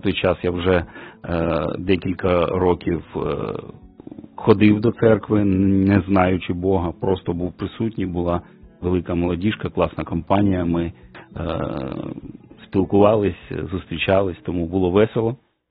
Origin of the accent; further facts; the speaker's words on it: Kyiv, Ukraine; Я народився в Києві і все життя живу в Києві. Ще народився в Радянському Союзі, деякий час жив до його розпаду. Сім'я була атеїстами